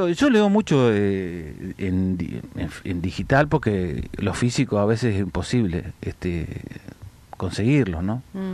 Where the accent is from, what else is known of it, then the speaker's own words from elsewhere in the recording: Comodoro Rivadavia, Chubut, Argentina; soy de Comodoro Rivadavia y vivía cerca del mar en Comodoro, así que también tengo esa cultura marítima, digamos.